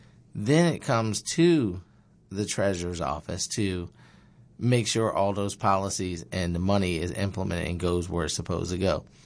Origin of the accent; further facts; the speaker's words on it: Lewes, Delaware, United States; I'm a Sussex County native, born and raised in Lewis, Delaware.